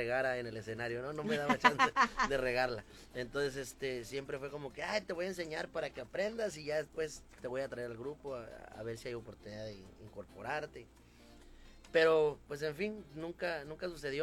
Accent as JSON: {"language": "Spanish", "region": "Veracruz", "country": "Mexico", "said": "Soy, soy veracruzano, mi padre cubano, mi madre veracruzana, abuelos cubanos."}